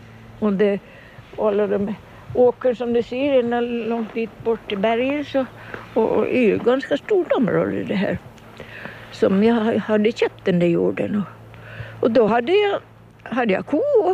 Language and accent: Swedish; Kumlinge, Åland, Åland Islands; moved away; also born or lived in United States; så växte jag upp här på Kumlinge. Och sen så fick jag för mig att jag skulle lite ut och se mig omkring. Och så får vi till Amerika.